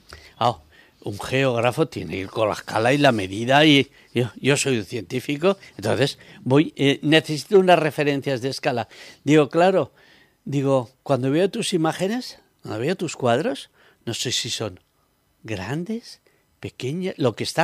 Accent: Soria, Castile and León, Spain; born there; moved away; Y busqué mi pueblo y lo vi allí, junto al barranco de la Cañada con sus huertas.

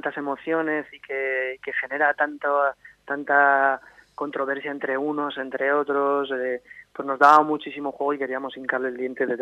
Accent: Logroño, La Rioja, Spain; yo soy de Logroño

